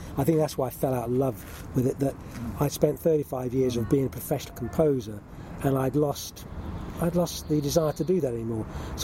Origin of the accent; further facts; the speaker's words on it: Slough, South East England, United Kingdom; born there; now in Ascot, United Kingdom; I was born in Slough, and I live in Ascot.